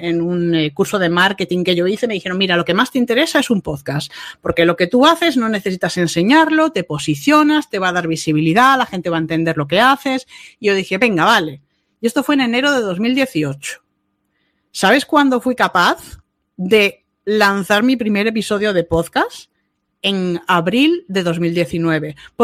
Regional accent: Málaga, Andalusia, Spain; born or raised there; also born or lived in Bilbao

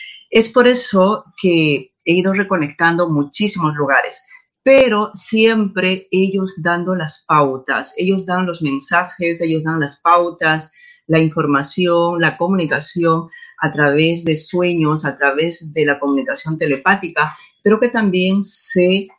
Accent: Peru; he reconectado varios lugares en mi país de origen, en Perú, conectando con muchos lugares de Perú, Bolivia, Ecuador, Chile

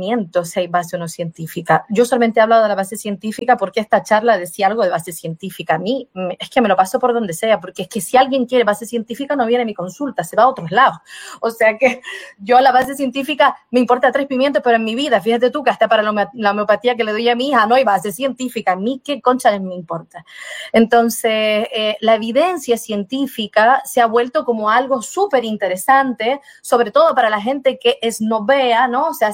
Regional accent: Brazil; Spanish is a second language; Yo soy indígena, yo soy brasileña, natural brasileña, yo soy indígena.

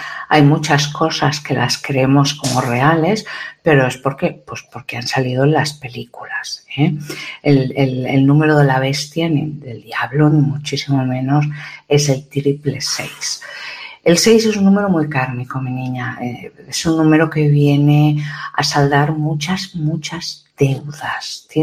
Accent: Ukraine; Por lo menos en mi país, de Ucrania, pues básicamente no se dice nada

